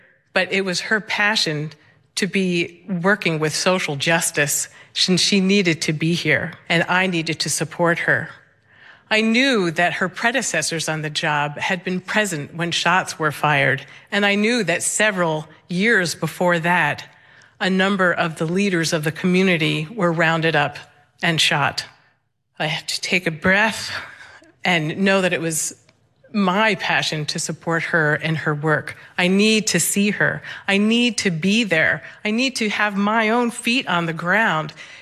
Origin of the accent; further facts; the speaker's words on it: New York, United States; now in Littleton, United States; I'm originally from New York State, but I have lived in Littleton, Massachusetts for nearly 30 years.